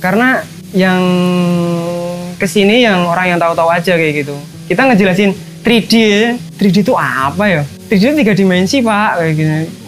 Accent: Bogor, West Java, Indonesia; also born or lived in Gunung Kidul, Special Region of Yogyakarta; Dulu tuh saya kan lahir di Gunung Kidul, tapi emang kecilnya di Bogor.

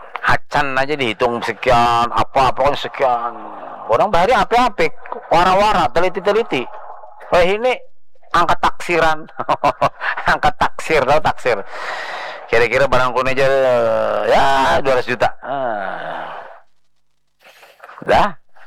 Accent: South Kalimantan, Indonesia; first language Banjar; kalau bahasa kami Banjar apa itulah

